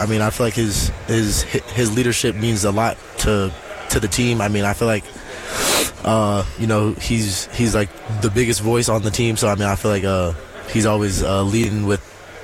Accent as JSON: {"language": "English", "country": "United States", "tie": "born there", "moved": "yes", "lives_now": "North Carolina, United States"}